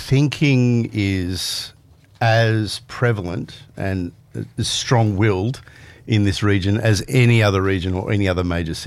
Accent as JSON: {"language": "English", "town": "Mullumbimby", "region": "New South Wales", "country": "Australia", "said": "I am from Mullum."}